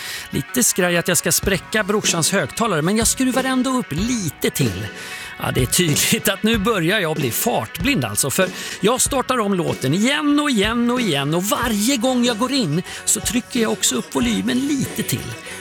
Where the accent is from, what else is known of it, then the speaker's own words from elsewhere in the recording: Sweden; en vårkänsla från min uppväxt där i Övertorp. Mm. Året, det är 1989. Jag är 14 år